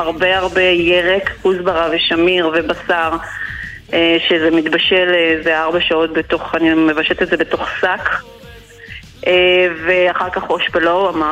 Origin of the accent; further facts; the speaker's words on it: Rishon LeZion, Central District, Israel; אני לא קיבוץ נקית במקור, אני באה מהמרכז, עברנו מראשון ב-2020, שנת 2020, ולגלות את הצפונים זה פשוט חוויה.